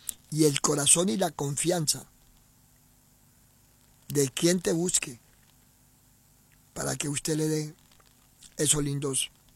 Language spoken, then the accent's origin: Spanish; Chaco, Argentina; Nosotros somos del Chaco y los que somos del Chaco somos bien argentinos.